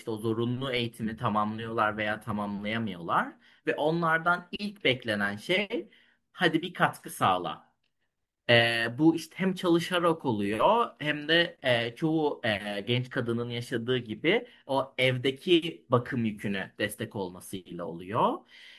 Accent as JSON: {"language": "Turkish", "region": "Nevşehir", "country": "Turkey", "said": "İşte ben Nevşehirliyim. Nevşehir'in Kozaklı kasabası, eskiden köy olan."}